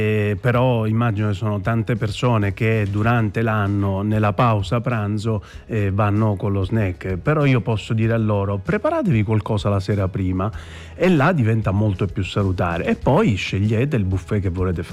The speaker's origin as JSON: {"language": "Italian", "region": "Sicily", "country": "Italy", "said": "Io sono siciliano"}